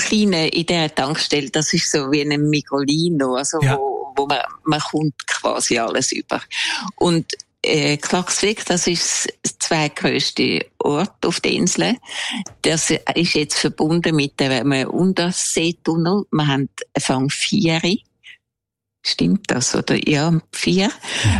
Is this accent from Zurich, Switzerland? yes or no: yes; Zurich, Switzerland; born there; also born or lived in Winterthur; also ich bin in Zürich geboren, dann in Winterthur, von Winterthur auf Salzach gezügelt, aber dort ist meine Bleibe gewesen, wo ich dann schon weiter in die Schule bin.